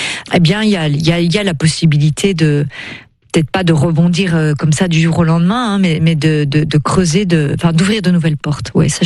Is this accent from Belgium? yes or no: yes; Belgium; je parle en tant que Belge